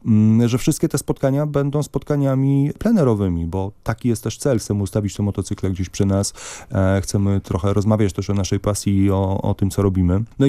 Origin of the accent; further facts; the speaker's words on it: Toruń, Kuyavian-Pomeranian Voivodeship, Poland; skoro ja z Torunia